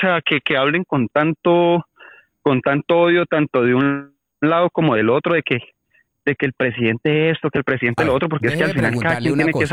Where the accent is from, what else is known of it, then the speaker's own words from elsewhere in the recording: Cali, Valle del Cauca, Colombia; moved away as an adult; de Cali y tengo 26 años, soy joven. Me vine hace 4 años de Colombia. ¿Por qué? Porque yo vengo de un barrio bajo donde realmente las oportunidades siempre han sido pocas.